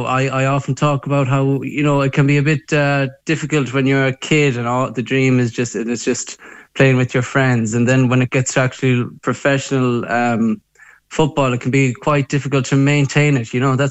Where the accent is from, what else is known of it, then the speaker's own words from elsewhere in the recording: Galway, Connacht, Ireland; I went to back to my hometown team of Salthill Devon, where it all began